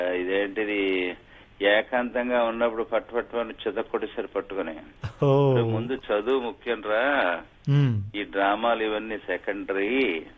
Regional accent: Madiki, Andhra Pradesh, India; moved away; మా native place మడికి.

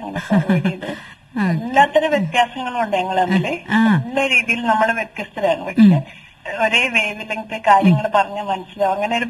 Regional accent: Kottayam, Kerala, India; moved away as an adult; now in Sreekandapuram, India; എന്റെ ഞാൻ താമസിക്കുന്നത് തലപ്പുറത്തുള്ള ശ്രീകണ്ഠപുരത്താണ്. എന്റെ സ്വദേശം കോട്ടയമാണ്.

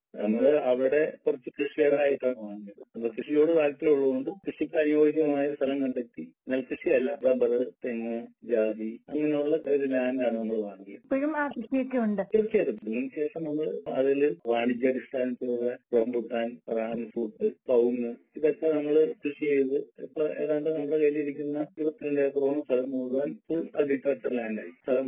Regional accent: Ernakulam, Kerala, India; born there; എന്റെ വീട് എറണാകുളം മൂവാറ്റ റോഡില്, പ്രിൻസ് പുറ്റമാനൂർ എന്ന് പറഞ്ഞ ഒരു ചെറിയ ഗ്രാമത്തിലാണ്.

